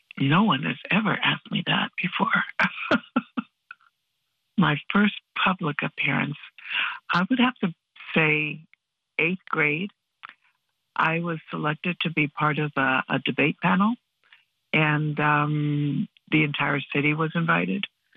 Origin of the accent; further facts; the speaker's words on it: Wickliffe, Ohio, United States; from Wycliffe, Ohio.